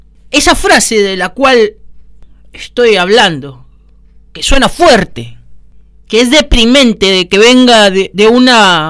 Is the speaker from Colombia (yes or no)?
no; Argentina; Sí, soy argentino. Tengo nacionalidad argentina.